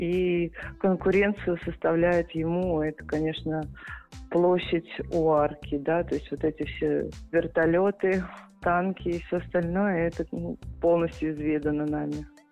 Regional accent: Moscow, Russia; born there; Я родилась в Москве, и могу сказать, что достойно и очень уютно и комфортно.

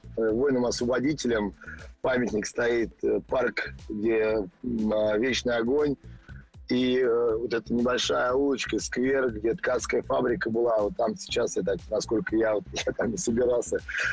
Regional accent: Moscow, Russia; also born or lived in Mozhaysk; Я рос в Москве, у меня родители учились, работали в Москве, я рос, в принципе, в Москве до 3 лет, я был в Можайске. Бабушки меня немножко воспитывали, потом я рос в Москве.

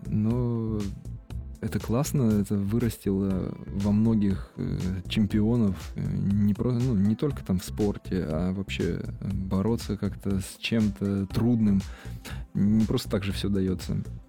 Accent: Yekaterinburg, Sverdlovsk Oblast, Russia; Я родился в Верхесецком районе, Виз, название интересное такое, Виз. Там заводы, общаги. Я жил на улице Ключевская.

